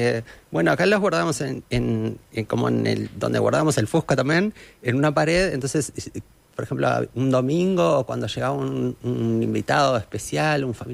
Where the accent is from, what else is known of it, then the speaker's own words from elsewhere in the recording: Pando, Canelones, Uruguay; yo soy de Pando